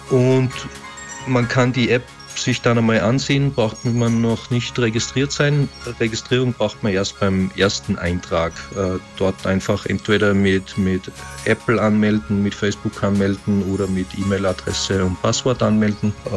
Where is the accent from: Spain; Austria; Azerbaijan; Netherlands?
Austria; Schladming, Styria; also born or lived in Vienna; Ich komme aus Schladming in der Steiermark, Österreich